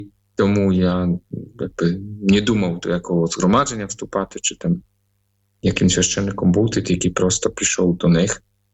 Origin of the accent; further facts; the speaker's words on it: Poland; Ukrainian is a second language; moved away; Так, в мене польське ім'я, тому що я з Польщі.